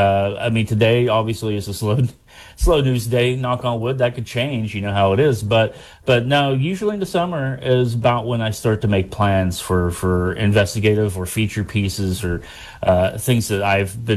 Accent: West Virginia, United States; I'm from Pleasants County, of course, as is Dave here.

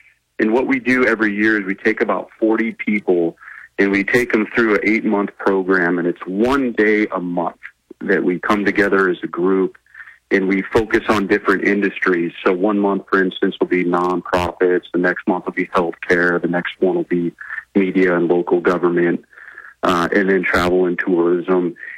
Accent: Oregon, United States; I grew up in Southern Oregon

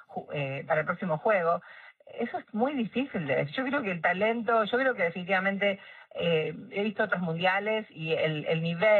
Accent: Argentina; yo soy argentina

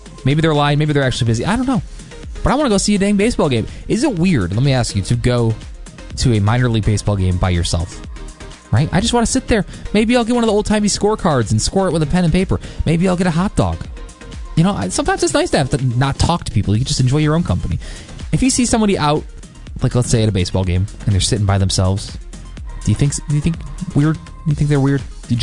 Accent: Syracuse, New York, United States; moved away; I want to go back to my hometown. I call up my friends from Syracuse. I grew up there.

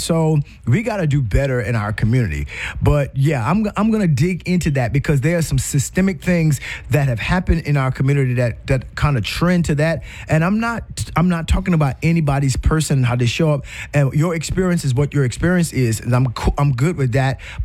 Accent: South Carolina, United States; You know, my home state of South Carolina just moved a longtime Congressman James Clyburn out and gave that to and redistricted to a Republican.

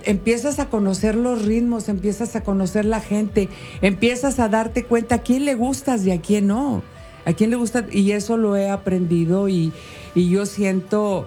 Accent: Monterrey, Nuevo León, Mexico; Soy regia

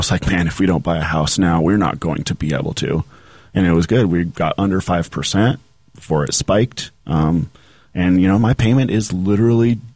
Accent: Bellingham, Washington, United States; also born or lived in Colorado; I moved back home to start the first one in Bellingham here. And I was living with mom and dad for literally until I met Raina in 2019.

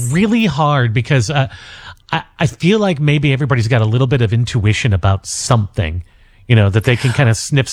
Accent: St. Louis, Missouri, United States; born or raised there

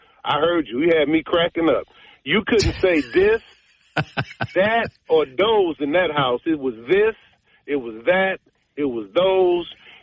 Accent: Detroit, Michigan, United States; Born and raised in Detroit.

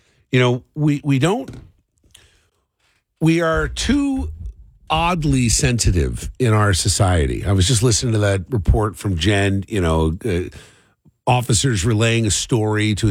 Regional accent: Philadelphia, Pennsylvania, United States; I grew up in the Philly area

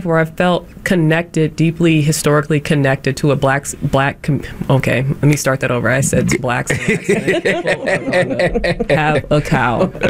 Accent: Cincinnati, Ohio, United States; now in Milwaukee, United States; I am a transplant. I'm from Cincinnati, Ohio, so I'm still from the Midwest, from a different part of it.

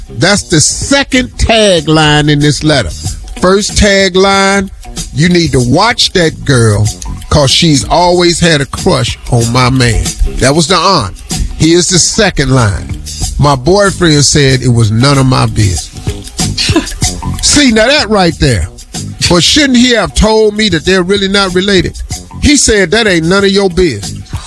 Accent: Welch, West Virginia, United States; born or raised there

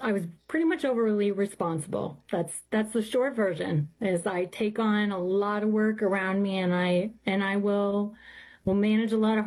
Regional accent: Morton, Illinois, United States; I'm from Morton, Illinois, and I am the middle kid.

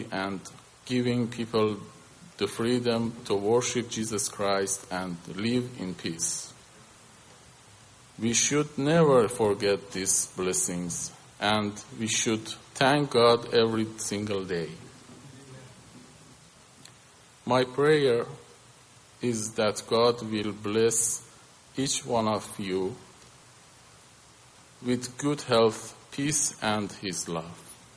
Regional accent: Iran; English is a second language; moved away as an adult; now in United States; I want to share a little about my life and about my home country, Iran.

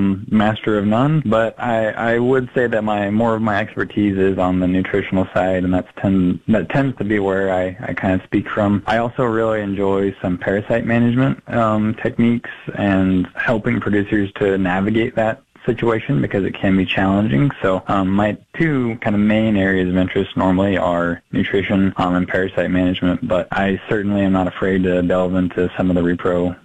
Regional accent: Missouri, United States; moved away as an adult; also born or lived in Utah; now in Brookings, United States; I came from Missouri. I grew up on a family farm there where we had a modest-sized cow-calf operation

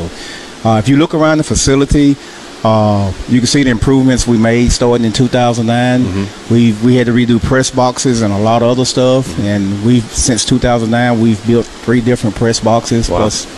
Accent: Law, Mississippi, United States; from Law, Mississippi.

